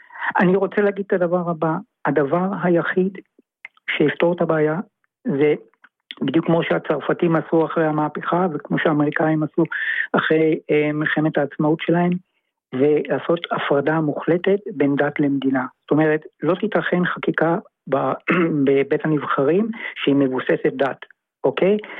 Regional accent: Haifa, Haifa District, Israel; born there; now in Herzliya, Israel; אני כמוך במקור בחיפה, חיפאי, ומבלה הרבה בהרצליה.

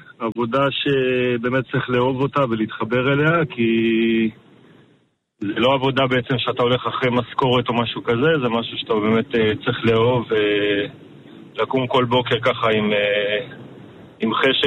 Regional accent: Ma'ale Gilboa, Northern District, Israel; אני נולדתי במעלה גלבוע, אני בן 47, נשוי עם 4 ילדים.

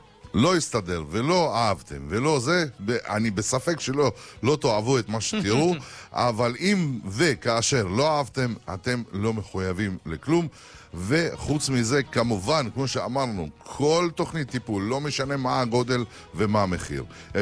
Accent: Bat Yam, Tel Aviv District, Israel; born there; אני גם גדלתי בבת ים

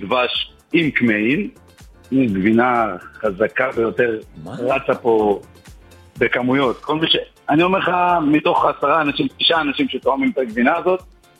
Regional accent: Jerusalem, Jerusalem District, Israel; moved away; אני ירושלמי במקור

